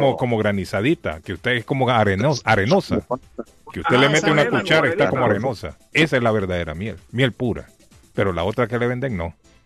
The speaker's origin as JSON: {"language": "Spanish", "town": "La Ceiba", "region": "Atlántida", "country": "Honduras", "moved": "yes", "said": "yo soy de la Ceiba."}